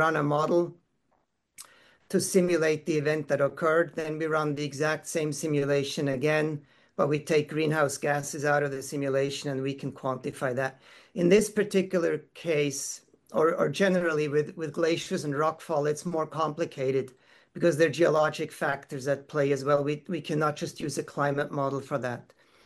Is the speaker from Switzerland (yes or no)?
yes; Switzerland; I come from Switzerland and I follow the news there